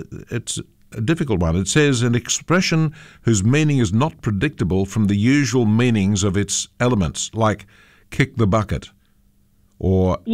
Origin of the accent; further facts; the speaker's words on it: Bunbury, Western Australia, Australia; now in Perth, Australia; I come from Bunbury, and Bunbury was one of the last cities also. We had one set of traffic lights in all the time I lived there as a kid.